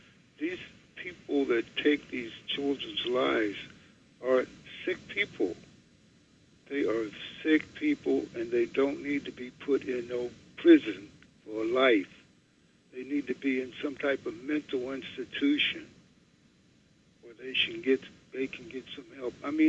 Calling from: New York City, New York, United States; Calling from Brooklyn.

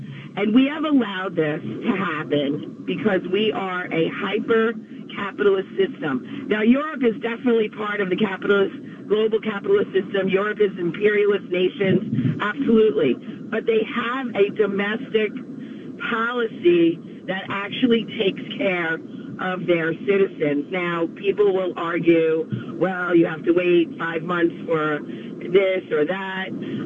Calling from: Bergen County, New Jersey, United States; from Bergen County.

